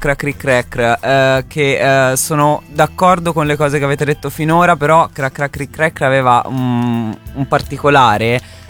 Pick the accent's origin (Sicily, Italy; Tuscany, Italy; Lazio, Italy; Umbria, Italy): Umbria, Italy; Perugia; Io devo fare una precisazione, sono cresciuta a Perugia